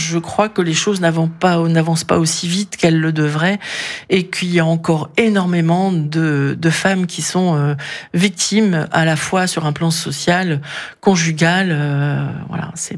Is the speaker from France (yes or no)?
yes; Brittany, France; je suis présente sur plein de salons, notamment au Finistère, puisque je suis des Monts d'Arrée